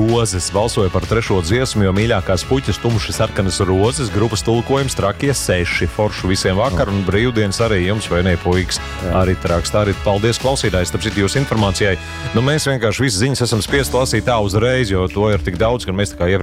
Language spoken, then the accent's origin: Latvian; Varakļāni, Varakļāni Municipality, Latvia; Esmu no Varakļāniem un gribētu dzirdēt.